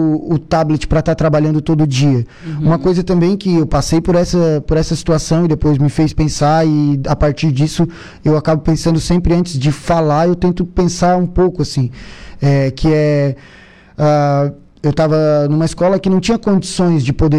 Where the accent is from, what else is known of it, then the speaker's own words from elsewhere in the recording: Brazil; a Divinéia, eu nasci na Divinéia, né? E a Divinéia tava crescendo, o bairro tava crescendo. É periferia, mas hoje já é o centro cívico, né, da cidade.